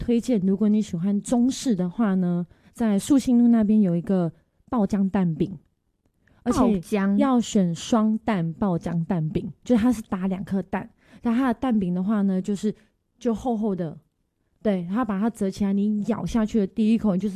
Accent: Shulin, New Taipei, Taiwan; also born or lived in Taoyuan; 我本身在桃园出生，但是呢我是在新北长大。

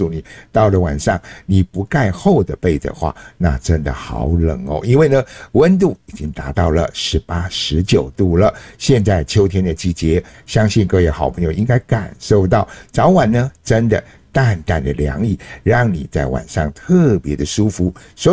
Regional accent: Miaoli County, Taiwan; 来到了我老家。我老家最有名的就是嘉里山，

